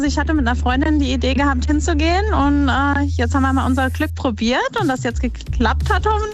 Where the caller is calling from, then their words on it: Germany; Aus Vliesmengen-Beutzen.